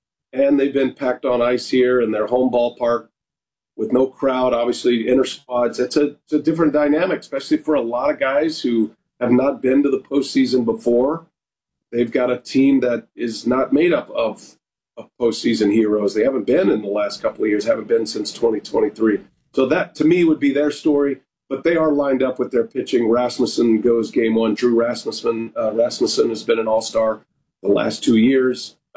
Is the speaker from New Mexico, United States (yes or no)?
no; Texas, United States; I grew up playing football in Texas, high school football.